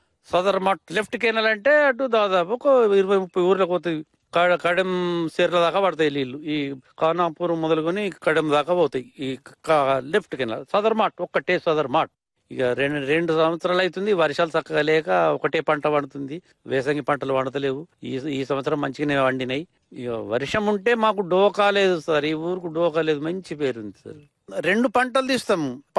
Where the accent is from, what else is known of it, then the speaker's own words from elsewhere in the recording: Badanakurthi, Telangana, India; ఇది బ్రిటిష్ పరిపాలన అప్పటి నుంచే ఉందట మా ఊరు.